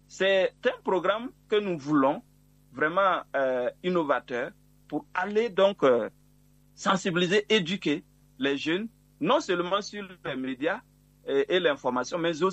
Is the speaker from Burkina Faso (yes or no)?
yes; Burkina Faso